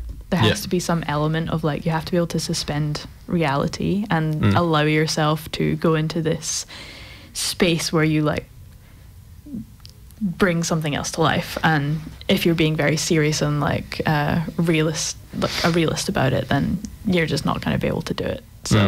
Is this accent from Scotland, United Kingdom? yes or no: yes; Scotland, United Kingdom; moved away as an adult; also born or lived in Edinburgh; now in Australia; So I'm originally from Scotland. I grew up in the west coast of Scotland and lived in Edinburgh for about 8 years.